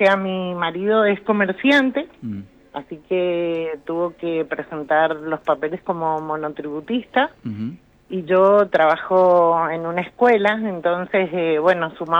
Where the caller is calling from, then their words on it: Rivadavia, Mendoza, Argentina; nosotros somos del este, de Rivadavia.